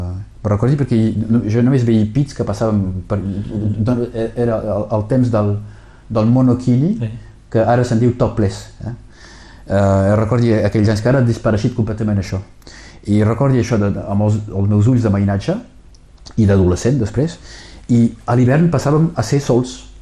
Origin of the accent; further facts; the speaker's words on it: Occitania, France; also born or lived in Arras, France; a néixer a 1.200 quilòmetres del teu país